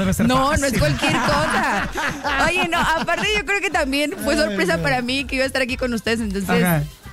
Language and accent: Spanish; Guadalajara, Jalisco, Mexico; moved away; yo soy de Guadalajara